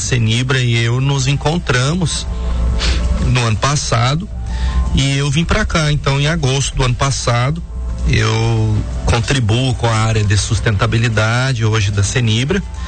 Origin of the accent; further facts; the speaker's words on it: Três Barras, Santa Catarina, Brazil; A Lumber era uma grande serraria americana que se instalou lá em Três Barras, que é a minha terra natal.